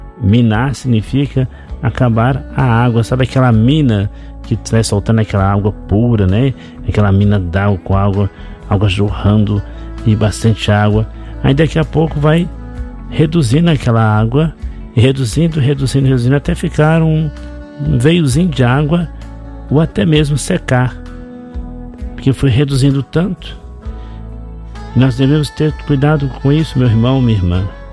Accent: Contagem, Minas Gerais, Brazil; also born or lived in Belo Horizonte; nossos irmãos lá de BH, minha terra, nasci em BH, fui criado em Contagem, meus irmãos estão em Contagem, minha mãe está em Contagem

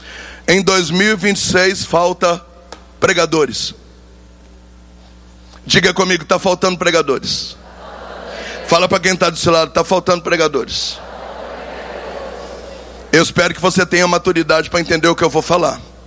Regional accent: Minas Gerais, Brazil; eu sou de Minas

